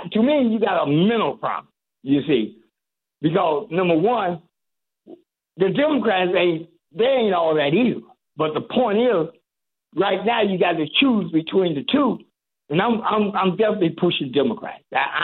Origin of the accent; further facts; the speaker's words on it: Detroit, Michigan, United States; He's going to get some votes. I'm from Detroit. He's going to get some votes.